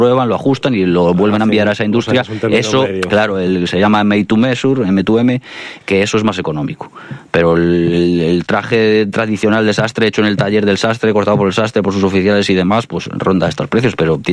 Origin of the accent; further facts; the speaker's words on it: Ponferrada, Castile and León, Spain; es un privilegio para mí poder estar en Ponferrada, que es mi ciudad natal, y poder vivir de mi profesión.